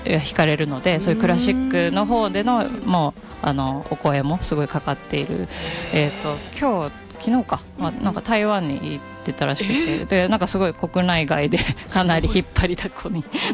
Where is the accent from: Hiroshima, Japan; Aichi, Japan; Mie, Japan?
Aichi, Japan; Nagoya; born there; moved away; 17歳から名古屋が一応地元愛知県なんですけど